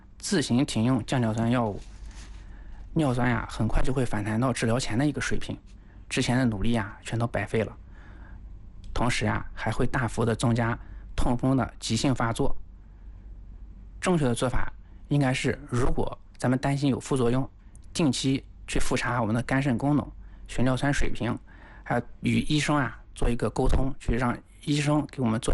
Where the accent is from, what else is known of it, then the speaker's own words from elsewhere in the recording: China; 但是在亚裔人群，就包括我们中国人，有少数人啊天生携带一种叫做 HLA-B5801的一个基因